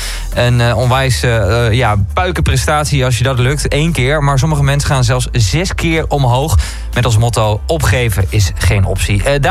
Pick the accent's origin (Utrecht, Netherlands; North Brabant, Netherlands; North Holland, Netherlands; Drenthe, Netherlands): Drenthe, Netherlands; Assen; Ja, hier in onze provincie, ja, vind ik hoor. Ja, ik kom ook uit Assen, dus het is ook een beetje onze feestweek.